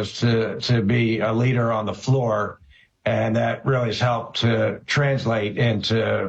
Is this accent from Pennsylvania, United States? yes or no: yes; Philadelphia, Pennsylvania, United States; Philadelphia, PA. I am the oldest of three.